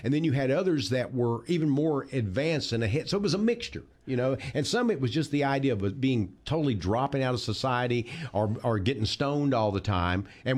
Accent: Texas, United States; I came from East Texas. I came from blue collar.

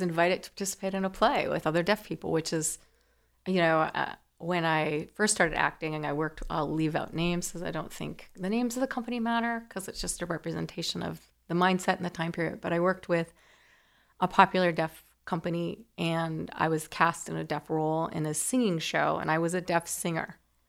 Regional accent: Canada; born there; moved away; I'm Canadian born.

